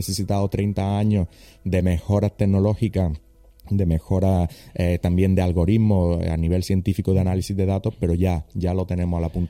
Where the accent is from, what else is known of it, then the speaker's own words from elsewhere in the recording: Andalusia, Spain; poder hacerlo en mi tierra, en Andalucía